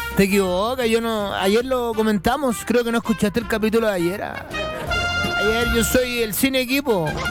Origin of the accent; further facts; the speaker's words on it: Chile; No, pues sí, soy de Chile, mi amigo, y Chile sí tiene estadio.